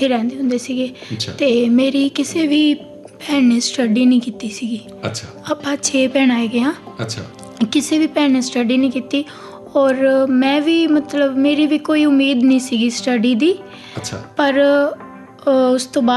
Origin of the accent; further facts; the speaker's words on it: Fazilka district, Punjab, India; born there; ਸੀਤੋਗੁਨੋ ਪਿੰਡ ਵਿੱਚ ਹੀ ਮੇਰਾ ਜਨਮ ਹੋਇਆ